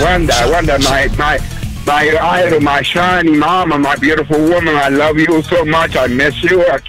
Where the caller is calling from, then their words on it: New York, United States; I'm calling from the Bronx, papá.